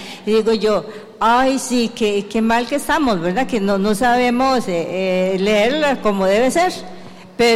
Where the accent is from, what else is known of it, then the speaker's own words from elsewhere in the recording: Heredia, Costa Rica; la que dice Heredia por media calle con Cristian Ortiz, ¿verdad? Vengo de Heredia.